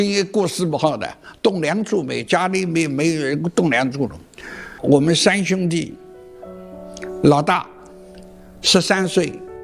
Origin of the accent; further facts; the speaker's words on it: Huzhou, Zhejiang, China; born there; also born or lived in Guangde, Anhui; 家里逃难的跟人家逃难到湖州。